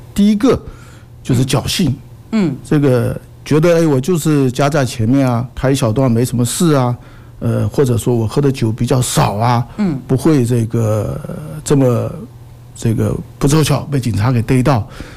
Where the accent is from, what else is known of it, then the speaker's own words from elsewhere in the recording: China; 我们中国人的这个酒文化